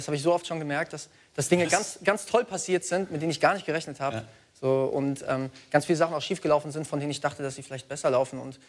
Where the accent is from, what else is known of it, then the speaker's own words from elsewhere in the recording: Hesse, Germany; Ich komme aus Mittelhessen.